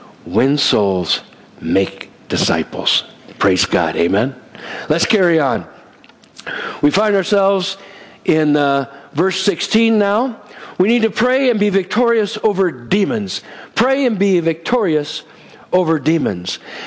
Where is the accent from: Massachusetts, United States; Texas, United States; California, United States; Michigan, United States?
California, United States; West Covina; where I grew up in West Covina, California, Southern Cal, it's about probably 30 to 40 minutes from L.A., going east, known as the San Gabriel Valley.